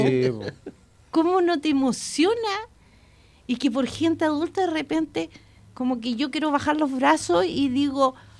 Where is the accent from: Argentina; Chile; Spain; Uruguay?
Chile